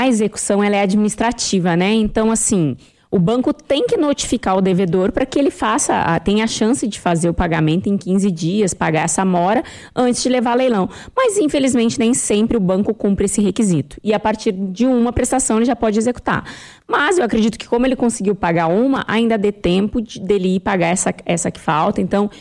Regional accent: South Region, Brazil; moved away; lá no sul, lá na minha terra

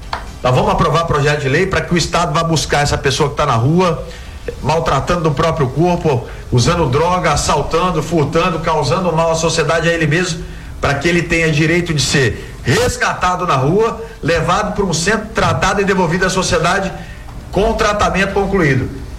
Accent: Rondônia, Brazil; sou cria do estado de Rondônia

